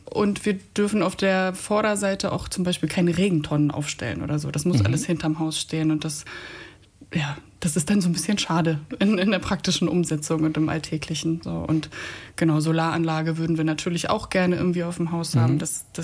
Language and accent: German; Hamburg, Germany; Also wir kommen eigentlich aus Hamburg